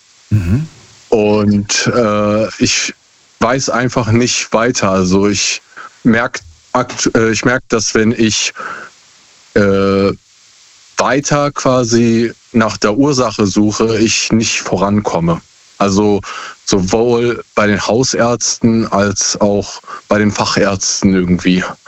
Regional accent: Essen, North Rhine-Westphalia, Germany; Aus Essen.

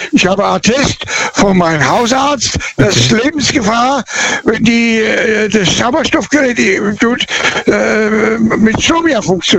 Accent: Billenbach, Germany; born there; Und zwar weiß ich, wo ich geboren bin, in dem Ort Billenbach.

